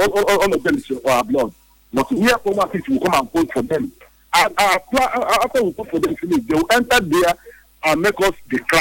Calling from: Nigeria; I'm calling from Obibo.

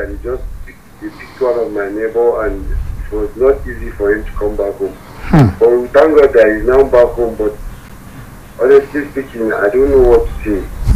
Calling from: Kuta, Nigeria; I'm calling from the Kuta village.

